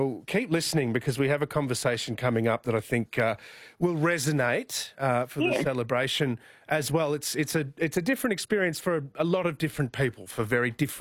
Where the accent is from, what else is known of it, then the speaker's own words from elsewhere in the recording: Brisbane, Queensland, Australia; I literally said I was born in Brisbane in 1965